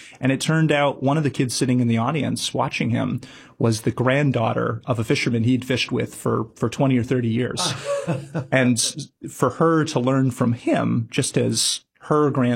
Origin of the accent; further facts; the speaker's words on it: Midwest, United States; now in New Bedford, United States; I come from the Midwest originally.